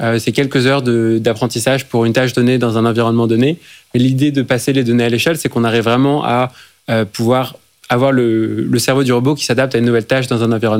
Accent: France; Je suis français.

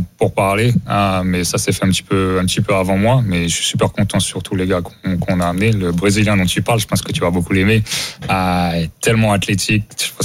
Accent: France; also born or lived in United States; comme je disais, j'ai grandi en France, regardé le basket européen, ensuite je vais aux États-Unis.

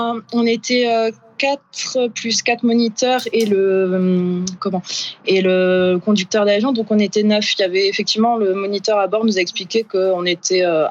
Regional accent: Grand Est, France; Oui, nous on est de Moselle et effectivement c'était un cadeau d'anniversaire.

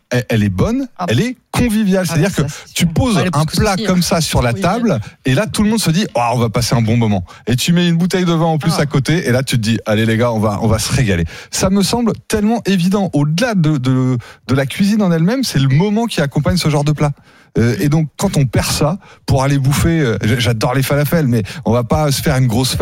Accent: France; Il y a un côté identitaire dans nous. On mange pas des burgers. Nous, on est français.

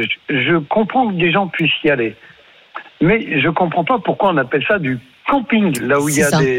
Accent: Auvergne-Rhône-Alpes, France; now in Marne, France; Je suis originaire d'Auvergne

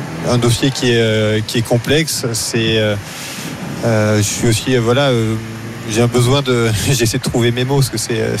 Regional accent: France; also born or lived in Vercors; now in Haute-Savoie, France; je suis originaire des Pyrénées

